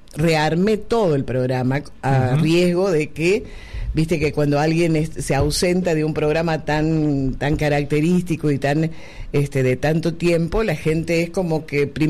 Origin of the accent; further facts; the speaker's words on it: Tucumán, Argentina; accent: Tucumán; Sí, algunos de ellos. Por ahí dice, ay, le salió el tucumano, porque yo la verdad es que no tengo en cuenta mucho ya la tonada.